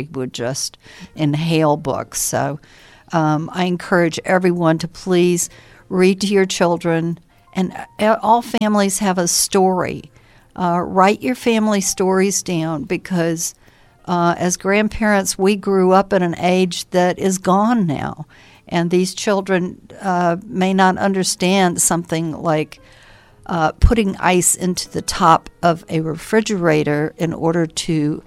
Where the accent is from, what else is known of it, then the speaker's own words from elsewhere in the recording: Birmingham, Alabama, United States; moved away; I grew up in Birmingham, Alabama.